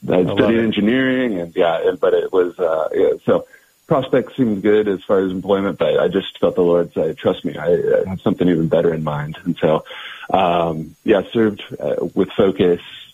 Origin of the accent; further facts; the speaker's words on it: Kansas, United States; So I'm originally from Kansas, so that's where I grew up. Went to University of Kansas, grew up Catholic